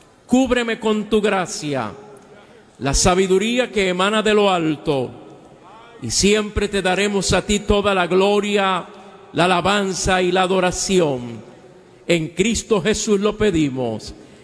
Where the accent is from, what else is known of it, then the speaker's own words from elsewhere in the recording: Puerto Rico; born there; Soy puertorriqueño de pura cepa